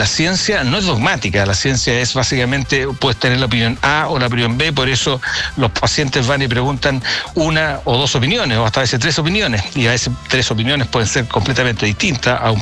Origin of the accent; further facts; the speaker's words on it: Concepción, Biobío, Chile; Yo conocí a la doctora Vivaldi, yo soy de Concepción, y por lo tanto era una gran profesora y una gran investigadora.